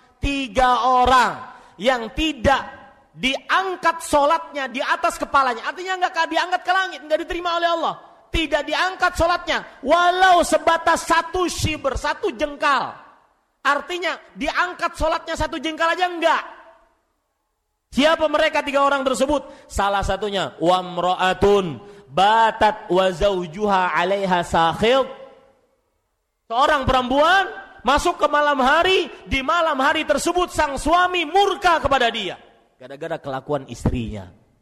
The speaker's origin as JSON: {"language": "Indonesian", "town": "Banjarmasin", "region": "South Kalimantan", "country": "Indonesia", "said": "di Banjarmasin, kota saya"}